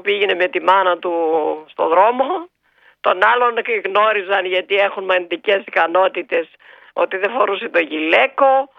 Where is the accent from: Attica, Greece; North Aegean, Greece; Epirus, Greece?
Epirus, Greece; Ioannina; τρελαίνομαι για τα Γιάννενα, καλά δεν πέφτω κάτω, καθόλου, επειδή είναι η πατρίδα μου.